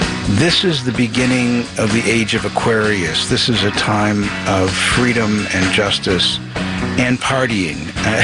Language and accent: English; Detroit, Michigan, United States; moved away; Well, I was from Detroit, Michigan, which I think explains that I hadn't seen very much of the coasts